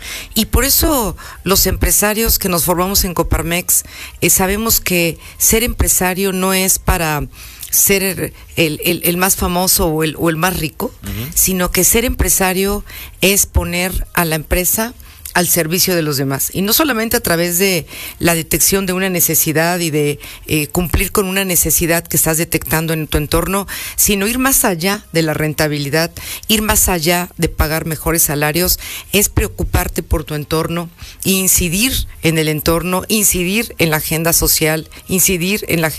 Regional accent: Teziutlán, Puebla, Mexico; Y mira que yo soy de Teciutlán, soy teciuteca, y ahí, bueno, son los molotes

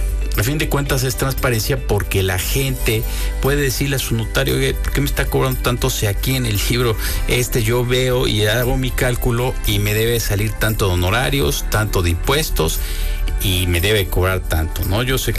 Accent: Puebla, Mexico; Soy una persona que realmente yo sí soy orgulloso de ser poblano.

